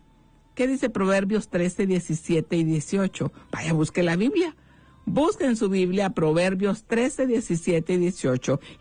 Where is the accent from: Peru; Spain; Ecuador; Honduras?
Honduras; nuestra amada Honduras